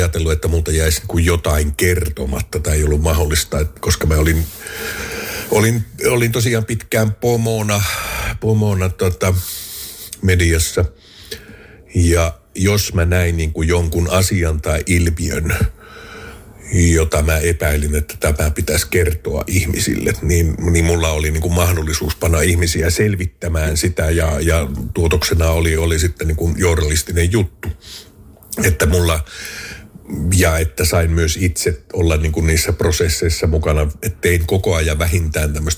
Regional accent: Outokumpu, North Savo, Finland; Olen maalta kotoisin ja vaatimaton koti.

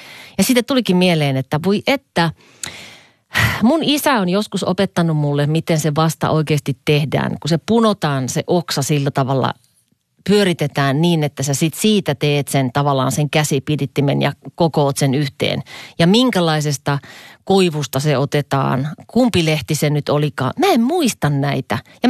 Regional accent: Kajaani, Kainuu, Finland; now in Helsinki, Finland; kun mä oon Kajaanista kotoisin, niin sehän nyt on niin kuin enemmän tuolla idässä. Niin kyllä se on vasta mulla. Vaikka mä olen asunut siis pois Kajaanista täällä etelässä ja Helsingissä ja ulkomailla.

